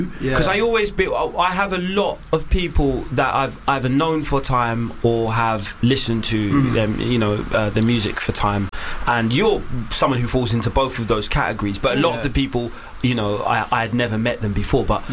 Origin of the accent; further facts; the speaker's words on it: London, United Kingdom; I grew up in Hackney.